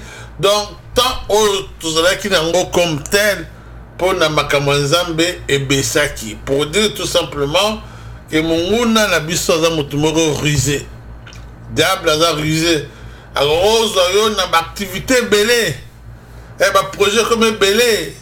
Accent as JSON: {"language": "French", "country": "DR Congo", "said": "je congolais, je suis un congolais, pour les pandas, je suis un bunda."}